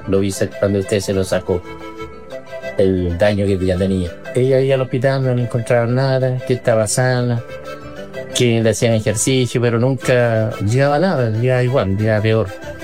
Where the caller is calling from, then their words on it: Yumbel, Biobío, Chile; A mí me quedaba cerca a Los Ángeles, porque nosotros somos de Yumbel.